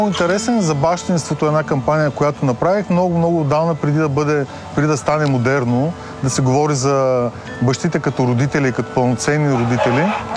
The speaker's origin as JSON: {"language": "Bulgarian", "town": "Burgas", "region": "Burgas Province", "country": "Bulgaria", "tie": "born there", "also_born_or_lived": "Ruse", "lives_now": "Sofia, Bulgaria", "said": "роден съм в Бургас, живял съм в Русе и дойдох в София."}